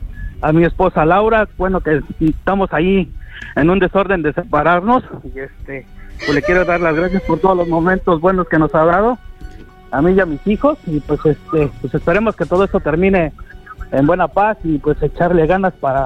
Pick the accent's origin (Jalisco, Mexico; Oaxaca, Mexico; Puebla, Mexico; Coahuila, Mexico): Puebla, Mexico; soy de la Sierra Norte de Puebla.